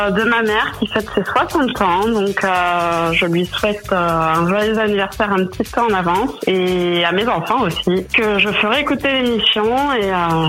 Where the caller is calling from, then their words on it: Montpellier, Occitanie, France; Je suis de Montpellier. Et c'est vrai que j'ai pas eu trop l'occasion d'aller visiter Nîmes alors que je suis à côté.